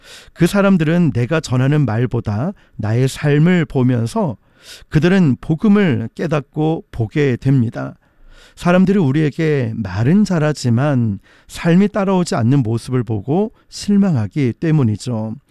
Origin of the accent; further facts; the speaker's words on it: Geoje, South Gyeongsang, South Korea; also born or lived in Yeongwol, Gangwon; 저는 강원도 영월에서 태어났고 학창시절은 거제도에서 보냈고